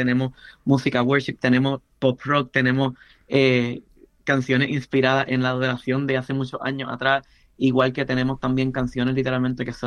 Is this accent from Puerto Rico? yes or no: yes; Puerto Rico; Y no solamente porque soy puertorriqueño y me gustan los ritmos